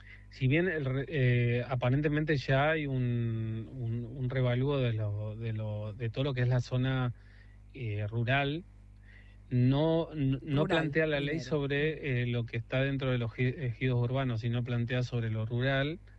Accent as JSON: {"language": "Spanish", "region": "Tierra del Fuego", "country": "Argentina", "said": "La pesca en nuestra provincia tiene un potencial enorme"}